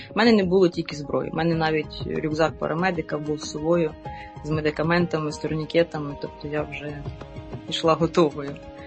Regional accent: Dnipro, Dnipropetrovsk Oblast, Ukraine; Я сама з Дніпра.

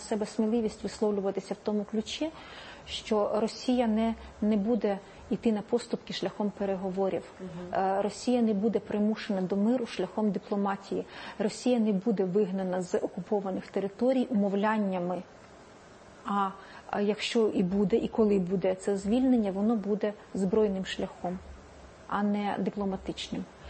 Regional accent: Kyiv, Ukraine; Я киянка, так.

